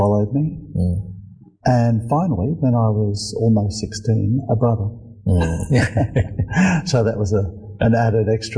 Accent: Canberra, Australian Capital Territory, Australia; also born or lived in London / Melbourne; grew up in, first of all, in country Australia, and then moved to the city, Melbourne, and then Canberra. So most of my life was growing up in Canberra. A Roman Catholic family.

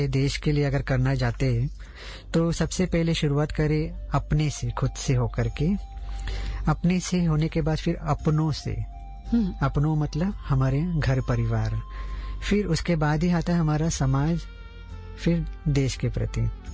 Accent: Mumbai, Maharashtra, India; मैं मुंबई से बिलोंग करते हैं

